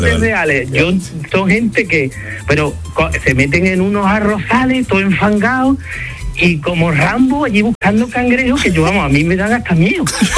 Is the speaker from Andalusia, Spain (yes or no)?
yes; Cádiz, Andalusia, Spain; now in Córdoba, Spain; Mira, yo soy gaditano afincado en Córdoba.